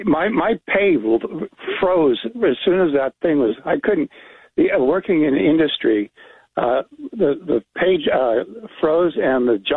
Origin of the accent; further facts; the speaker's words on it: United States; Now, I'm a Social Security retiree, and I'm not a deadbeat. But the thing is, I feel the way, and I'm an American worker